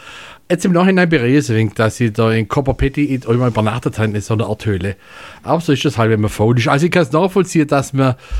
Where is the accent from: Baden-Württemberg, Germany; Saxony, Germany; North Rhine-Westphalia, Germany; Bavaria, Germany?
Baden-Württemberg, Germany; accent: Swabian; Ich bin dein italienisches Schwäbisch.